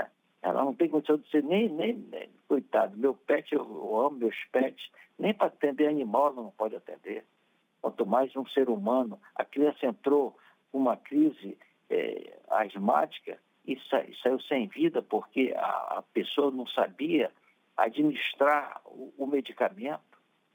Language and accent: Portuguese; Rondônia, Brazil; also born or lived in Belém, Pará; vai lá para Rondônia, trabalhar lá e verificar como você veja a deficiência no setor dos hospitais públicos do meu estado.